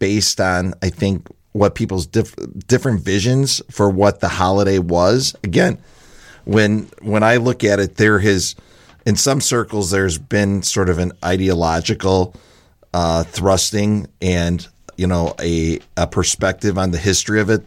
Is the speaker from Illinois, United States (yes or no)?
yes; Lockport, Illinois, United States; So I grew up in a very blue collar town. We were, as people ask me, well, where are you from? I'm from Lockport. It's a suburb of Joliet.